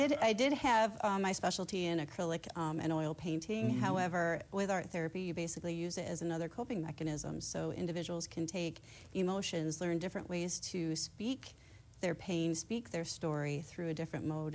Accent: Steuben County, New York, United States; also born or lived in Ohio; I'm originally from Steuben County here in New York State.

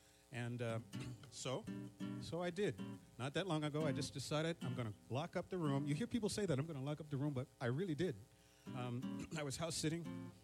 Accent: Philadelphia, Pennsylvania, United States; moved away as an adult; now in Geneseo, United States; I'm actually from Philadelphia.

